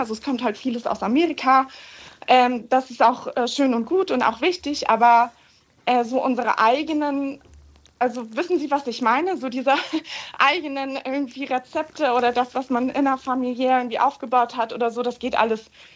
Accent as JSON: {"language": "German", "country": "Spain", "tie": "born or raised there", "moved": "yes", "lives_now": "Hamburg, Germany", "said": "Ich bin selbst in Spanien groß geworden"}